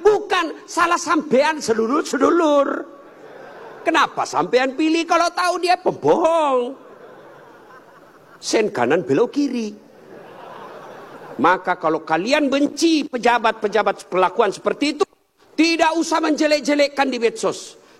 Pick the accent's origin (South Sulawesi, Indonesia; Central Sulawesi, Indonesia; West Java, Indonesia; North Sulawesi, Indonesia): South Sulawesi, Indonesia; Kalau kami orang Bugis tidak takut sama istri.